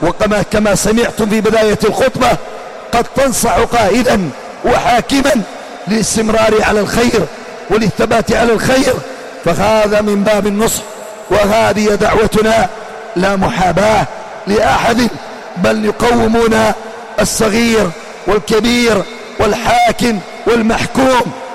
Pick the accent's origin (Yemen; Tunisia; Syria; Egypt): Yemen; في بلادنا اليمن